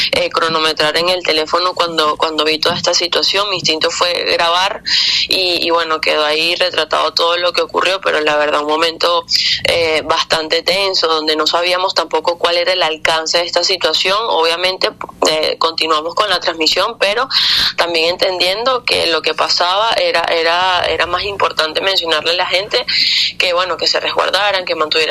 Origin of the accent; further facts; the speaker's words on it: Venezuela; somos venezolanos y eso va en nuestro gen.